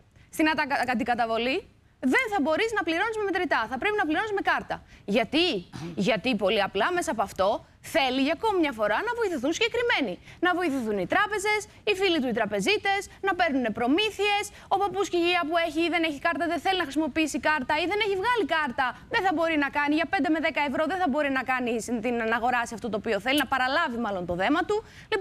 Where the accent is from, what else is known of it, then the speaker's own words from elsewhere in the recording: East Macedonia and Thrace, Greece; από το χωριό που είμαι από τον Εύρο